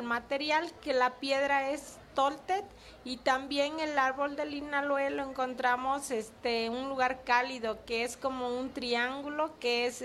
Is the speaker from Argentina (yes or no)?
no; Olinalá, Guerrero, Mexico; Yo vengo de Olinalá, Guerrero, la montaña alta.